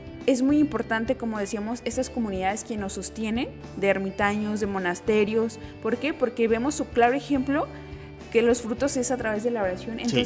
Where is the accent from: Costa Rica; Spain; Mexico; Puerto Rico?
Mexico; la gran riqueza que nos dieron, que es la fe, ¿no? A nosotros como mexicanos.